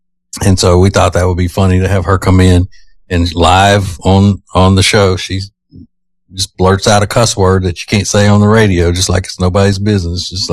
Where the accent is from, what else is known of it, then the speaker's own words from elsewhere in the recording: Canada; I just attribute that to being a Canadian, though.